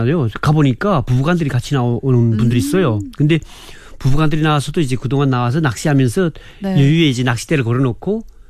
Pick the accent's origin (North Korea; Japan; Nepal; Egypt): North Korea; now in South Korea; 그러다가 제가 말씨가 이상하니까 북한에서 왔다니까